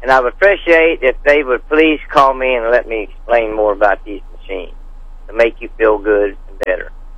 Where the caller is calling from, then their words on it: Franklin, Missouri, United States; And I'm calling from Franklin, Missouri